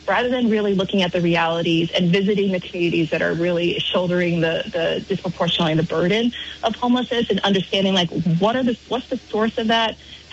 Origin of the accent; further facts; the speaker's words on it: Barre, Vermont, United States; How people talked about Burlington, especially local Vermonters, and I grew up in Barrie, and I say Barrie in particular because Barrie has also had a reputation.